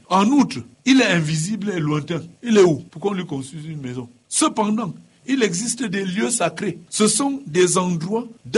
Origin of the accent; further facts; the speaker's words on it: Tonga, West, Cameroon; Je me rappelle chez nous dans le Ndé, chez moi à Tonga.